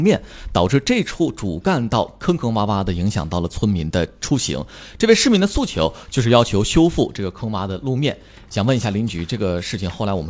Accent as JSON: {"language": "Chinese", "town": "Changchun", "region": "Jilin", "country": "China", "tie": "born or raised there", "moved": "yes", "said": "我是长春人，吉林长春，我记得哈，回忆在我小的时候。有段时间，我们长春全程都在修路"}